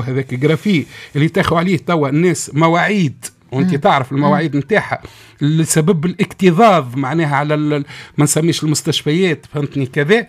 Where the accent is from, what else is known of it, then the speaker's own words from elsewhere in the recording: El Kef, Kef Governorate, Tunisia; born there; كيف مسقط رأسي أولا.